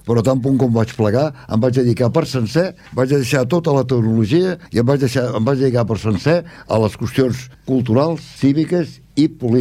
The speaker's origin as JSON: {"language": "Catalan", "town": "L'Hospitalet de Llobregat", "region": "Catalonia", "country": "Spain", "tie": "born there", "lives_now": "Esplugues de Llobregat, Spain", "said": "Jo vaig néixer al barri de la Torrassa de l'Hospitalet de Llobregat, el 6 del 3 del 33. Vaig néixer a la Torrassa, sóc enginyer industrial i resideixo a Esplugues des de l'any 1967."}